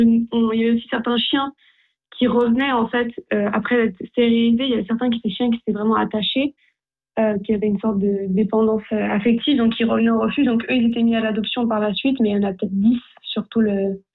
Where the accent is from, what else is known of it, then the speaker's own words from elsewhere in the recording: Switzerland; en tant que Suisse